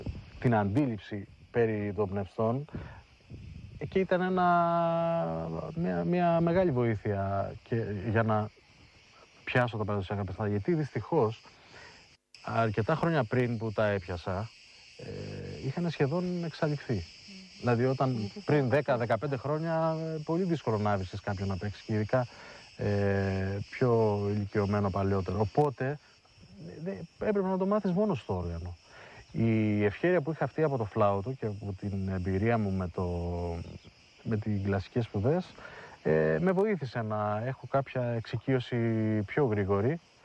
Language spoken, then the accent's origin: Greek; Heraklion, Crete, Greece; moved away; also born or lived in Athens; στο Ηράκλειο που γεννήθηκα